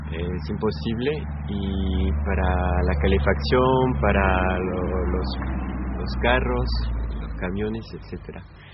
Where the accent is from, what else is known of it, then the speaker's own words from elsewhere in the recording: France; Spanish is a second language; Estamos aquí en Francia. Soy francés y habito en Francia. Puedo ver las montañas de los Alpes.